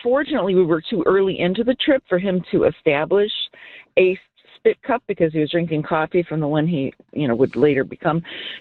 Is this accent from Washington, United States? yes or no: no; Hammond, Indiana, United States; now in Crown Point, United States; We grew up in Hammond, Indiana